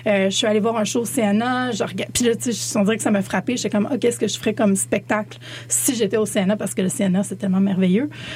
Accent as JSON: {"language": "French", "town": "Montreal", "region": "Quebec", "country": "Canada", "said": "Ben, tu sais, je suis de Montréal, hein."}